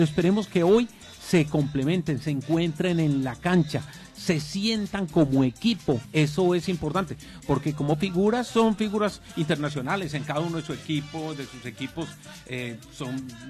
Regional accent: Colombia; como debo serlo como colombiano

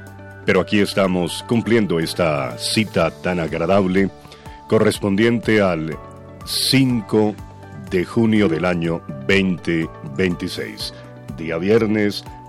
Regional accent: Colombia; somos colombianos

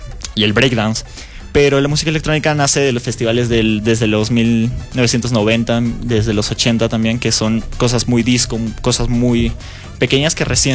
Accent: Arequipa, Peru; no fue aquí en la ciudad de Arequipa, fue en la ciudad de Juliaca. Y pues yo ahorita tengo 20 años

